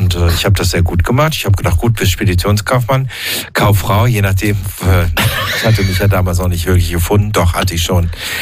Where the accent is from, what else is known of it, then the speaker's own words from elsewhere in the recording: Hanover, Lower Saxony, Germany; now in Schleswig-Holstein, Germany; Ich bin groß geworden in Hannover. Also in der Stadt, die den Humor erfunden hat.